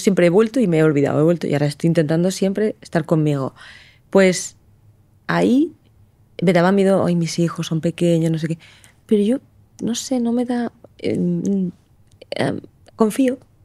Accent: Lorca, Region of Murcia, Spain; moved away; also born or lived in Águilas; en Águilas y criada en Lorca.

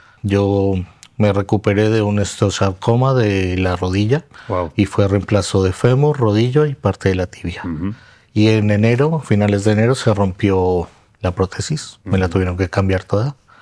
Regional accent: Colombia; also born or lived in Argentina; now in Viladecans, Spain; Soy de Colombia.

